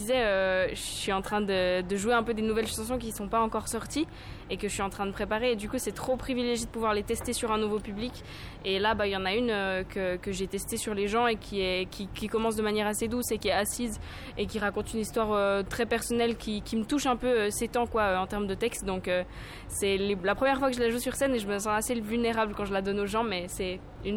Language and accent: French; Lausanne, Vaud, Switzerland; Je viens de Lausanne en Suisse et j'ai 23 ans